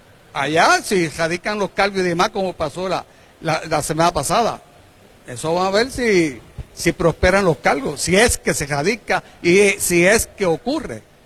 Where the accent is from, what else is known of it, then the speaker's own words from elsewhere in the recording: Caguas, Puerto Rico; En 30 años que llevo en la política puertorriqueña, en la política de mi ciudad de Cagua, nunca, ni botellazo, ni más ¿ok?